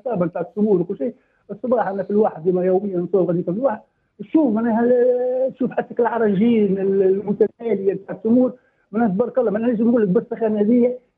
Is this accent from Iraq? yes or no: no; Nefta, Tozeur Governorate, Tunisia